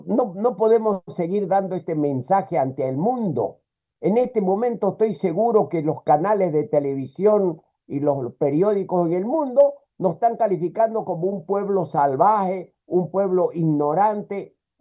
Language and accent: Spanish; Bolivia